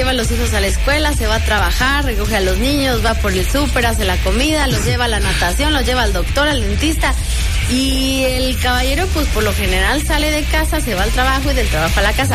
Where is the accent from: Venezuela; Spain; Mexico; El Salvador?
Mexico; donde podemos como mexicanos transitar